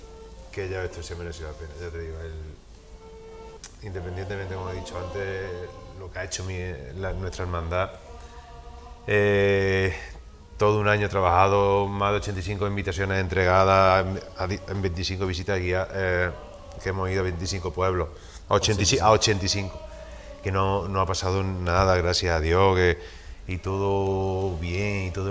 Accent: Castro del Río, Andalusia, Spain; esto es mi pueblo, esto es Castro del Río, y esta es mi hermandad

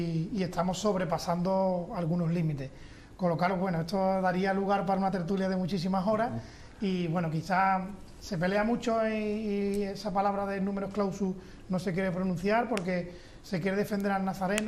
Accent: Seville, Andalusia, Spain; mi origen natural es de Sevilla, de donde somos toda la familia

